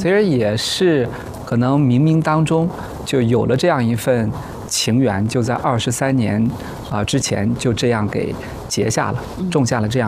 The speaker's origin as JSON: {"language": "Chinese", "region": "Shaanxi", "country": "China", "moved": "yes", "said": "我家是陕西的，"}